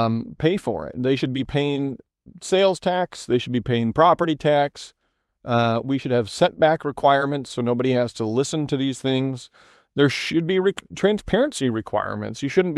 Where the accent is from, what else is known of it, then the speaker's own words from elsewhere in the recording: Decorah, Iowa, United States; growing up in Decorah, all those river counties, we were over in Almaquia County.